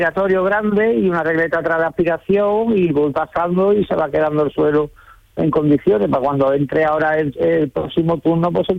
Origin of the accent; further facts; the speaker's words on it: Dos Hermanas, Andalusia, Spain; moved away as an adult; now in Lagos del Serrano, El Ronquillo, Spain; Yo soy de toda la vida de Dios, de Montequinto.